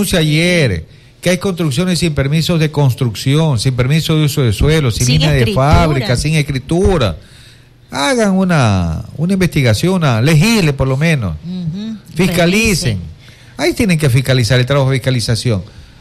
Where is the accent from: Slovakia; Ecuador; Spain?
Ecuador; now in Quevedo, Ecuador; como todo ecuatoriano, dejamos todo al último.